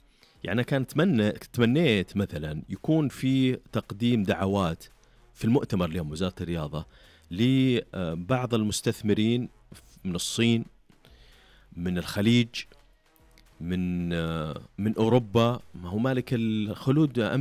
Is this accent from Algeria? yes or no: no; Saudi Arabia; عندنا في السعودية